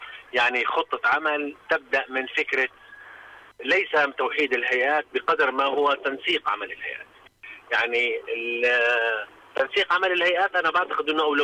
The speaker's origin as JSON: {"language": "Arabic", "country": "Jordan", "said": "احنا في عندنا بالأردن"}